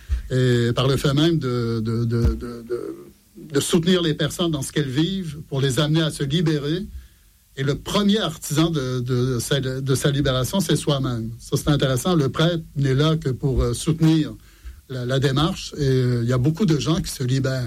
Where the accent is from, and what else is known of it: Montreal, Quebec, Canada; born or raised there; moved away as an adult; now in France